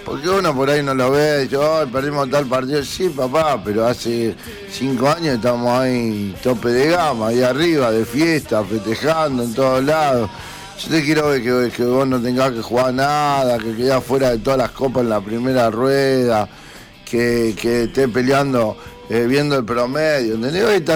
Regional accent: Rosario, Santa Fe, Argentina; born there; Yo nací en Rosario... Y en Rosario me voy a retirar en mi club

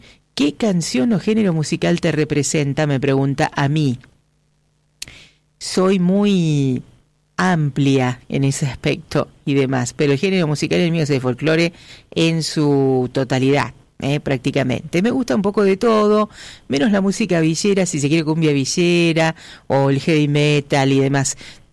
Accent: Argentina; accent: Argentine; en este caso nuestro acento argentino, a una celebración que abraza las músicas del mundo

